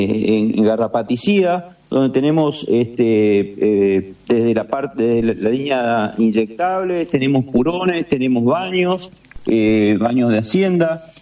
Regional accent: Corrientes, Argentina; De Corrientes, yo soy de Corrientes, acá estamos en Corrientes

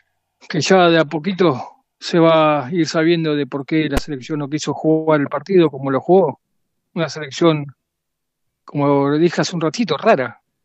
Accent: Argentina

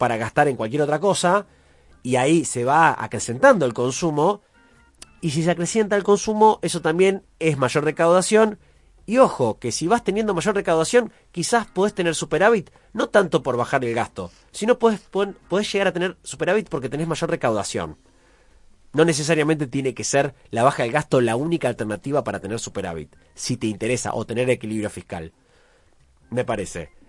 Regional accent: Santa Fe, Argentina; nosotros empecemos a plantearnos acá como santafesinos y santafesinas

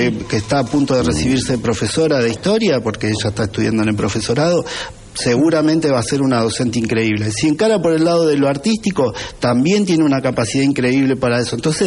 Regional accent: Buenos Aires, Argentina; also born or lived in Villa Ana; now in Reconquista, Argentina; me nací y me crié en Buenos Aires y después decidimos seguir nuestra familia acá

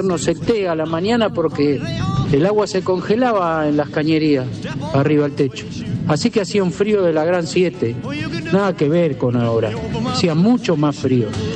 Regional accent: Luis Guillón, Buenos Aires Province, Argentina; born there; now in Temperley, Argentina; de Temperley, tengo 65 años y nací en Luis Guillón.

